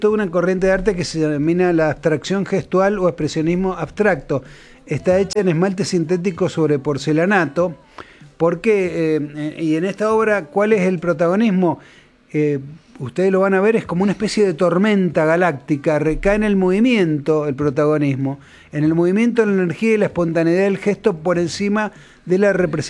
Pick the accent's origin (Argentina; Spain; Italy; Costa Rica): Italy; yo soy, como italiano, soy tifoso de la Ferrari.